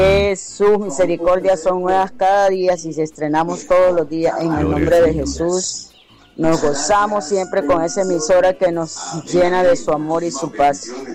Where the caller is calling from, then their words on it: Liberia, Guanacaste, Costa Rica; En esta mañana tan fría que amaneció aquí en Liberia, Guanacaste, … aquí de Guanacaste.